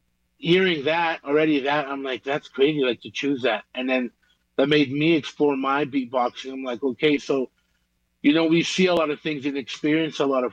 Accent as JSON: {"language": "English", "country": "Belize", "moved": "yes", "lives_now": "Calgary, Canada", "said": "I'm from Belize"}